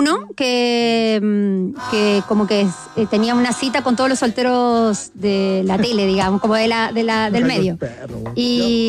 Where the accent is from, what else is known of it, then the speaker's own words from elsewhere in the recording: Argentina; moved away as an adult; now in Chile; para mí, como argentina.